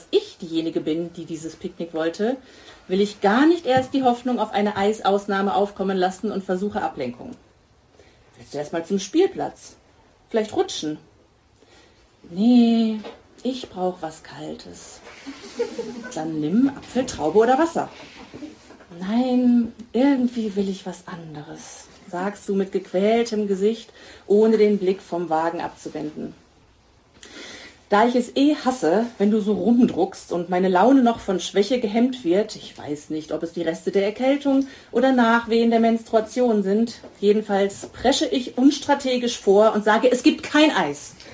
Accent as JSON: {"language": "German", "town": "Munich", "region": "Bavaria", "country": "Germany", "said": "Ich komme aus München"}